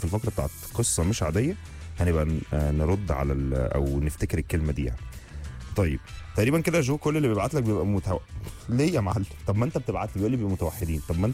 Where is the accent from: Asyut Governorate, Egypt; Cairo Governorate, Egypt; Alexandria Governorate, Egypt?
Asyut Governorate, Egypt; Asyut; من اسيوط، وعايز ابارك لاخويا … على الخطوبه